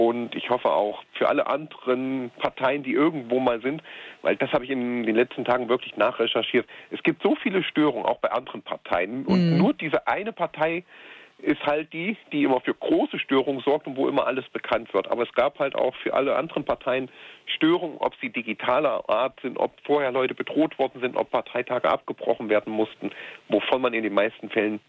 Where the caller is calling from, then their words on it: Erfurt, Thuringia, Germany; ich komme aus Erfurt